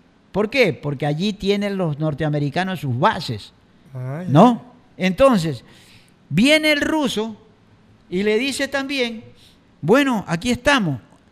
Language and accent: Spanish; Ecuador